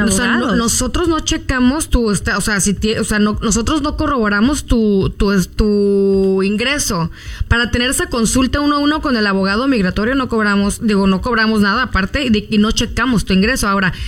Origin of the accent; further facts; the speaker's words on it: Guadalajara, Jalisco, Mexico; moved away as an adult; now in Fresno, United States; yo llegué aquí a Fresno, soy mexicana, soy de Guadalajara, y llegué a Fresno cuando era que 2014. Y yo siempre, estudié negocios internacionales en la UDG.